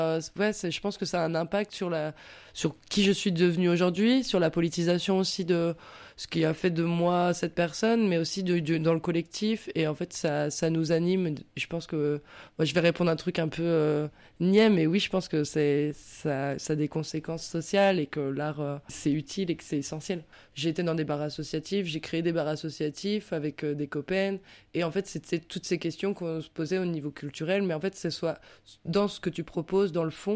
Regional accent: Pays de la Loire, France; je viens du Maine-et-Loire.

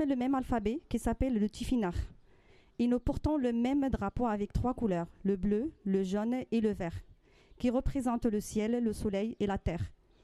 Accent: Morocco; Nessima est kabyle d'Algérie et moi, je suis chlouh du Maroc. Même si nous ne venons pas du même pays, nous nous comprenons facilement. Nous sommes toutes les deux nées à la campagne

